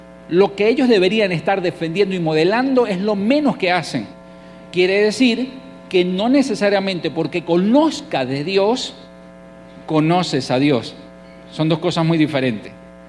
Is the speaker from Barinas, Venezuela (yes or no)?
no; Mérida, Venezuela; moved away; yo vengo de Mérida, donde el catolicismo es muy fuerte